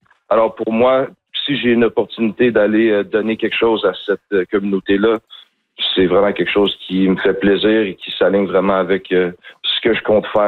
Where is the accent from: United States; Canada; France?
Canada; Montreal, Quebec; Tu sais, moi, je viens de Saint-Henri, j'ai vécu autour de Saint-Henri de dernier 14 ans de ma vie.